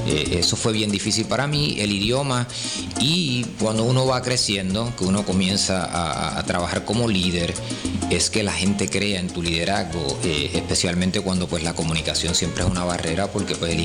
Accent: Puerto Rico; moved away; yo siempre he estado bien centrado en Puerto Rico. Me siento bien puertorriqueño, adoro a Puerto Rico. Y el irse de Puerto Rico por 25 años, pues, es bien difícil. Pero siempre quise volver

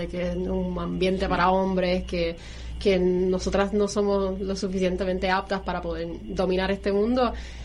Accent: Puerto Rico; Yo estoy muy orgullosa de representar la mujer puertorriqueña

